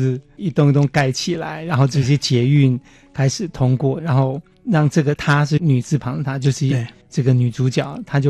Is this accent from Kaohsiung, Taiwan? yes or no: no; Taipei, Taiwan; 就是身为台北人、哦、可能很熟悉丽水街